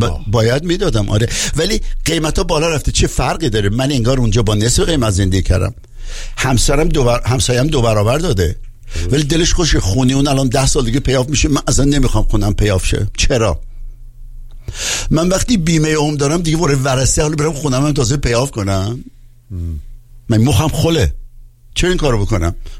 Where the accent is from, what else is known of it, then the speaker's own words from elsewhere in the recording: Tabriz, East Azerbaijan, Iran; born there; من متولد تبریزم